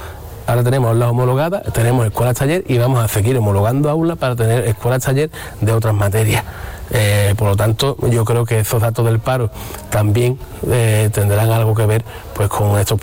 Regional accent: Arcos de la Frontera, Andalusia, Spain

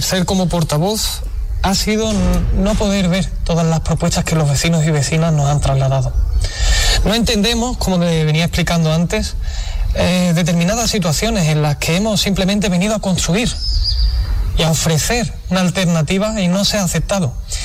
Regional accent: Spain; yo, que soy del Barrio Bajo

